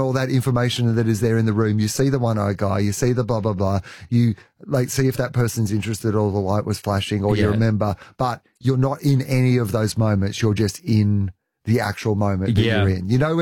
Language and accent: English; Australia; as an Australian doing comedy in New Zealand